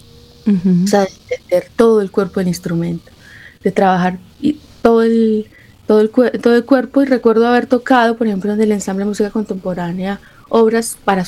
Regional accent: Sogamoso, Boyacá, Colombia; moved away; Yo estudié piano porque era lo único que podía estudiar en Sogamoso, teclado, en donde yo nací

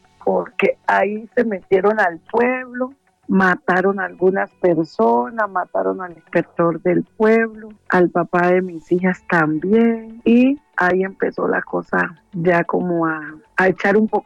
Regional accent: Lloró, Chocó, Colombia; Soy del departamento del Chocó, del municipio de Lloró, de la vereda Oguro.

